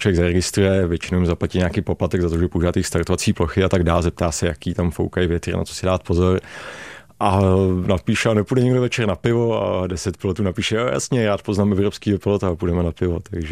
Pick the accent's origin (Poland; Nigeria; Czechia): Czechia; Bohemia; z Čech, paraglidista